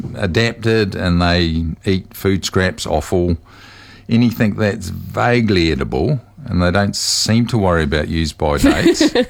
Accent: New Zealand; Growing up in Moirua, there were a lot in Moirua. That's because there was a freezing works.

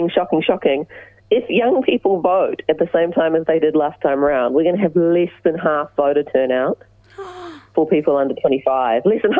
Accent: New Zealand; although I guess we're Kiwi, so we say vase.

